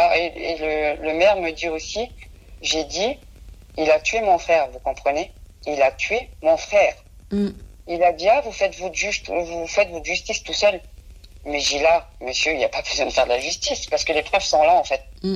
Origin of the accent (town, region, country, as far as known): France